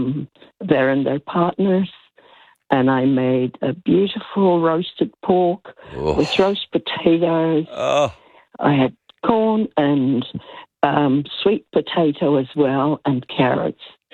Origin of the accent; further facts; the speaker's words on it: Malta; now in Australia; I'm Maltese, but I'm Australian.